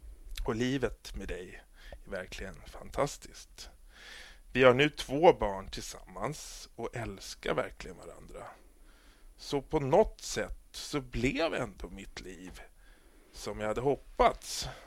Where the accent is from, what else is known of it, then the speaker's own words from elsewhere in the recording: Vira, Stockholm County, Sweden; Smedjan låg ett stenkast från vårt hus och vi lämnade inte Vira så ofta.